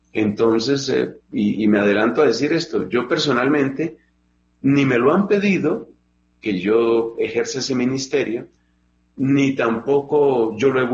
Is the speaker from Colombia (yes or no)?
yes; Colombia